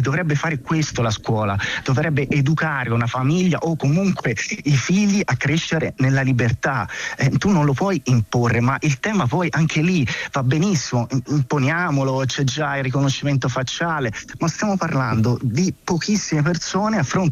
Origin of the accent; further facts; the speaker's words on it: Prato, Tuscany, Italy; now in Rome, Italy; io sono originario di Prato, che è, come sapete, uno dei casi nazionali in cui ci sono più stranieri assieme a Milano